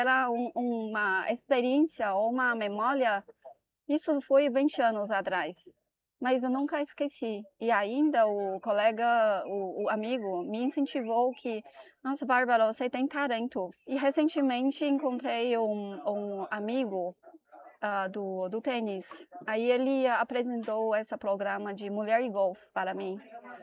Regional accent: China; Portuguese is a second language; moved away as an adult; now in Brazil; Sou chinesa e sou da China mesmo.

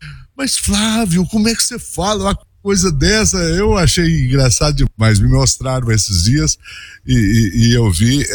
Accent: Brazil; somos nós brasileiros

